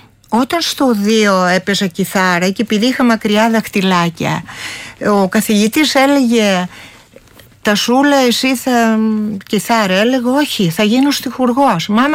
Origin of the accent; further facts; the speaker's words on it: Mytilene, North Aegean, Greece; moved away as an adult; now in Athens, Greece; Γεννήθηκα στη Μυτιλίνη, στο πανέμορφο νησί, το δικό σου και το δικό μου, που το λατρεύουμε και οι δυο. Μεγάλωσα, ήρθα στα σπουδαστικά μου χρόνια στην Αθήνα